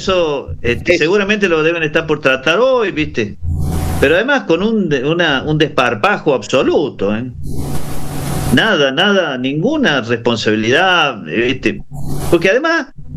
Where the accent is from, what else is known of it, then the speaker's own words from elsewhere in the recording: Argentina; soy un ciudadano argentino